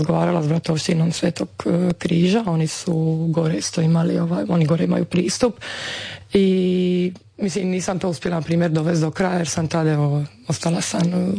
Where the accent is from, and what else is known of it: Split, Split-Dalmatia County, Croatia